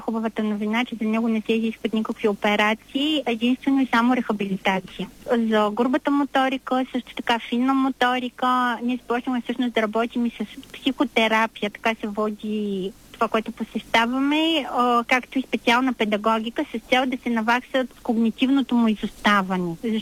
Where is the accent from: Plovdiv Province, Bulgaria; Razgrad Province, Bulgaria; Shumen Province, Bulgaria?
Plovdiv Province, Bulgaria; Plovdiv; От Пловдив сме.